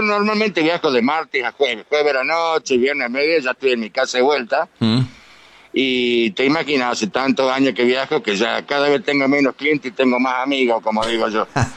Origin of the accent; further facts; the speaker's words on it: Tucumán, Argentina; now in Salta, Argentina; Yo soy tucumano, pero hace 54 años que vivo en Salta.